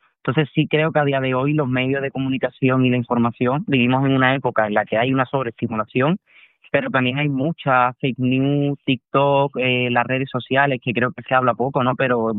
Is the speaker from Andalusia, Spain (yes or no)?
yes; Cádiz, Andalusia, Spain; yo soy de Cádiz